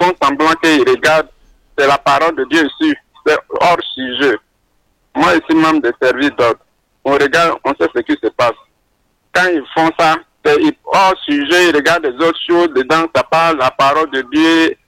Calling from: Bondoukou, Zanzan, Côte d’Ivoire

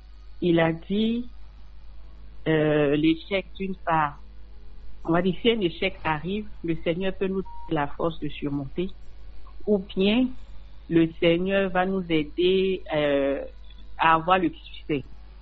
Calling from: Bingerville, Abidjan, Côte d’Ivoire; De Belgerville.

